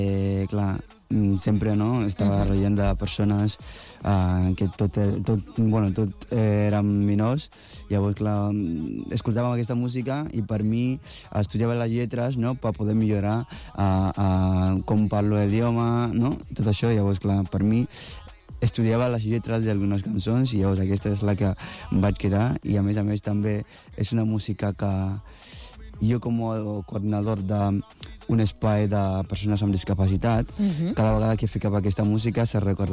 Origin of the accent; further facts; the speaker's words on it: Kumasi, Ashanti, Ghana; Catalan is a second language; moved away; jo soc d'un poble de Ghana que es diu Kumasi, i dintre d'aquest poble, doncs, el nostre dia a dia era, doncs, aixecar-se al matí, entre setmana, vas a l'escola